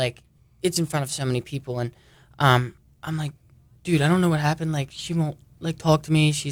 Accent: Baltimore, Maryland, United States; I'm from Baltimore.

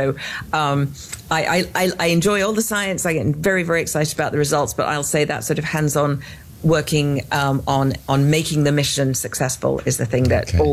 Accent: England, United Kingdom; moved away as an adult; you can tell by my accent, I am not from Texas. I am clearly from England.

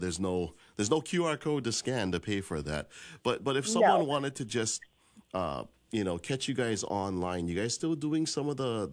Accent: Honolulu, Hawaii, United States; I grew up in the Manoa area too, so I know exactly where it is.

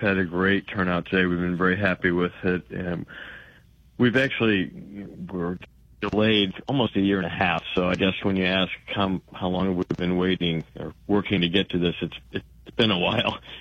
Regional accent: Paxton, Illinois, United States; I grew up in Paxton.

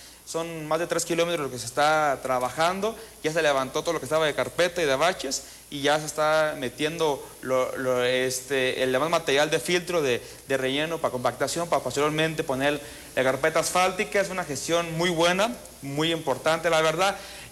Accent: Churintzio, Michoacán, Mexico; now in Morelia, Mexico; Terminé la preparatoria en Churincio, en mi municipio. Y como pues tenía esa intención, esa vocación que sentía por el tema de la política, ya es que busqué una universidad y me vine a estudiar a Morelia.

